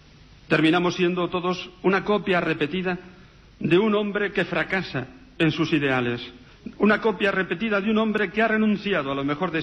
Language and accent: Spanish; Navarre, Spain; nos íbamos hasta el Pirineo, allí en mi tierra, en Navarra, 150 kilómetros, hasta el último pueblo, Isaba.